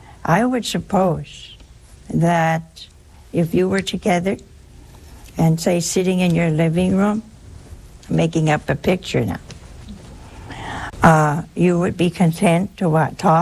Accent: Ohio, United States; Oh, hey, that's my home state.

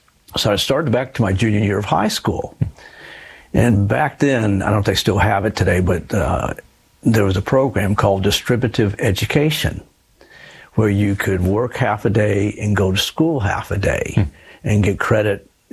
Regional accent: California, United States; born there; And so I was born in Southern California.

